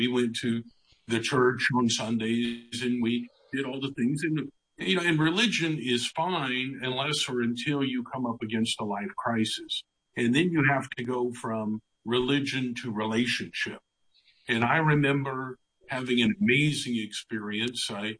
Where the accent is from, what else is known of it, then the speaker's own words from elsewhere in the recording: Tulsa, Oklahoma, United States; every fall the state fair comes to my hometown of Tulsa, Oklahoma.